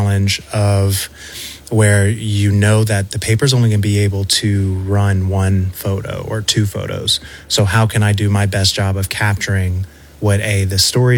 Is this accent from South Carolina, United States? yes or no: no; New Iberia, Louisiana, United States; So I grew up in New Iberia, Louisiana, more specifically Cotto, Louisiana.